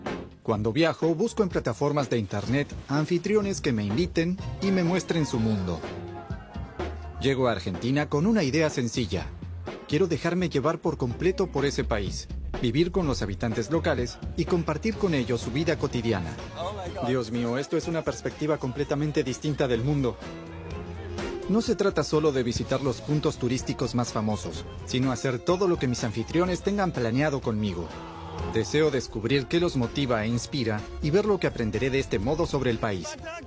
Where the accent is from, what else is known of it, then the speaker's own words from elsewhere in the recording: Hamburg, Germany; Spanish is a second language; Yo traje un recuerdo de mi ciudad natal. Es una toalla del club de fútbol de Hamburgo.